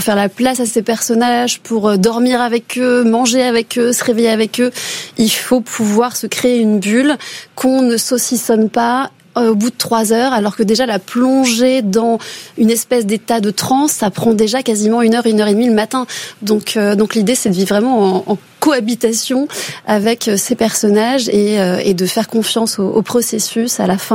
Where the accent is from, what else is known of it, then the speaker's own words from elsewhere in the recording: Massy, Île-de-France, France; moved away; also born or lived in Paris; j'ai grandi à Massy dans une tour HLM qui était grise avec du béton partout.